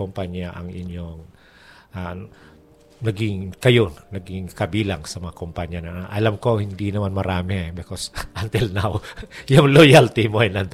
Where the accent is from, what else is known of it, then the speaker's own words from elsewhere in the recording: Anilao, Western Visayas, Philippines; yung aking parents ay sa Anilaw at ako'y pinanganak sa Anilaw